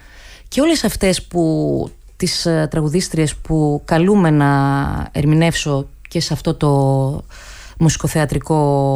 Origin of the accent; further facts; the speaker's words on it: Naousa, Central Macedonia, Greece; moved away as an adult; now in Patras, Greece; Είμαι από Μακεδονία, είμαι από την Άουσα.